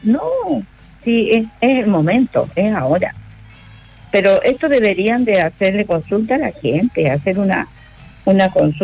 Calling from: Antofagasta, Chile; nosotros también somos parte de Chile, de Antofagasta.

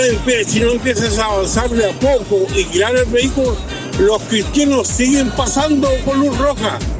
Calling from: Antofagasta, Chile

